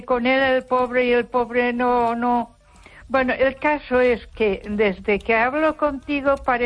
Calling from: Ponferrada, Castile and León, Spain; Soy otra vez la... soy … de Ponferrada.

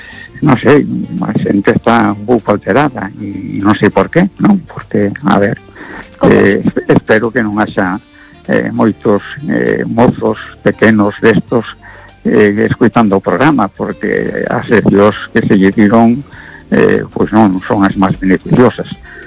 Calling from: A Coruña, Galicia, Spain; de Coruña.

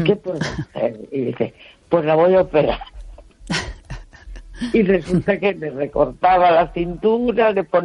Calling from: A Coruña, Galicia, Spain; de la Coruña.

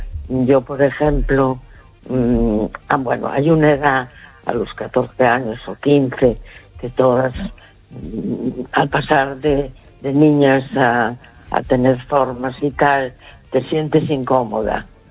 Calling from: A Coruña, Galicia, Spain; de La Coruña.

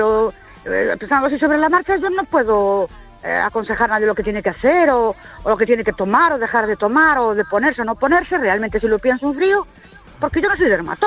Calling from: Ourense, Galicia, Spain; de Ourense otra vez.

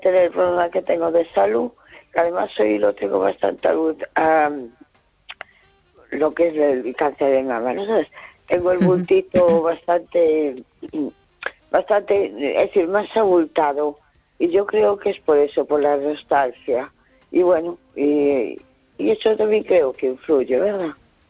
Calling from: A Coruña, Galicia, Spain; Hola, buenas noches. … de Coruña.

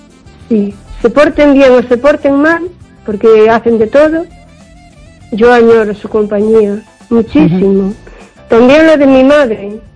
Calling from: O Carballiño, Galicia, Spain; de Carballiño.

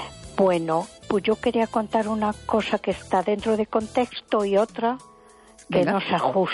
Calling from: A Coruña, Galicia, Spain; de Coruña.

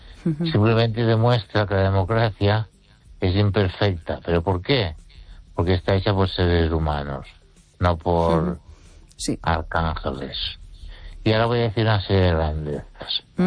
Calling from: Ourense, Galicia, Spain; También quiero saludar … de Ourense.

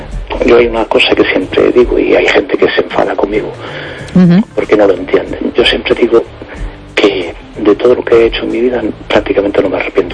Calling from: A Coruña, Galicia, Spain; de Coruña.

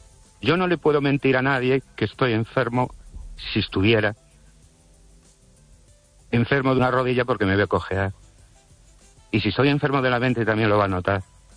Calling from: Ourense, Galicia, Spain; de Orense

